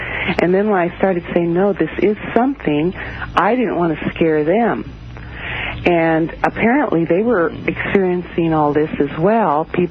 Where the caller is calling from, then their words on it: Alameda, California, United States; From Alameda, California, outside of San Francisco.